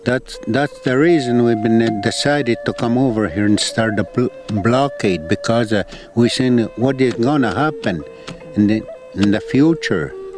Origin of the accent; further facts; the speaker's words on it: Canoe Lake, Saskatchewan, Canada; from I'm from Canoe Lake in Saskatchewan.